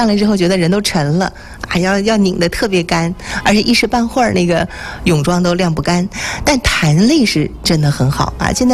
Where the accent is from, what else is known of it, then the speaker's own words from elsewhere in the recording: Northeast China, China; 对于咱们东北人来讲啊是不太愿意提的一件事儿